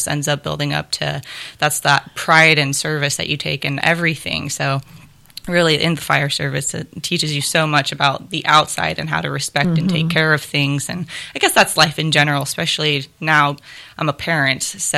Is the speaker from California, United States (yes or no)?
yes; Red Bluff, California, United States; also born or lived in San Diego; So I grew up in Red Bluff. I was born in San Diego, but moved there shortly after with the parents, and spent the first 21 years of my life in Red Bluff, which is a very small town